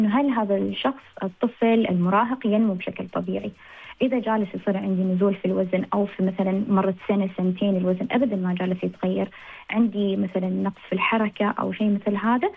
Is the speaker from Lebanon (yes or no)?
no; Oman; إحنا كعمانيين